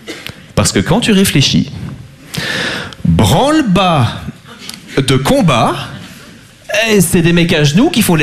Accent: Belgium; je suis très content de jouer en France. Moi, j'adore les Français, même si je suis belge

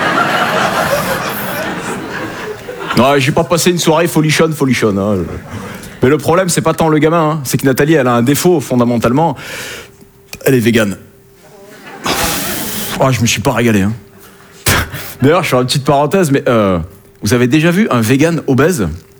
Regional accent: Southern France, France; Hein, je viens du sud de la France.

